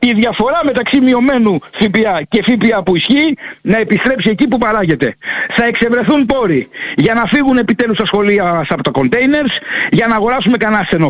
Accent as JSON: {"language": "Greek", "area": "Kefalonia", "region": "Ionian Islands", "country": "Greece", "tie": "born there", "said": "Εμένα το μυαλό μου και η καρδιά μου είναι στην Κεφαλονιά ως νησιώτης."}